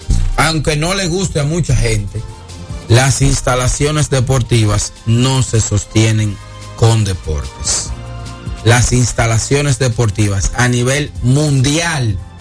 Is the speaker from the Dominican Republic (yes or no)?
yes; Dominican Republic; así somos los dominicanos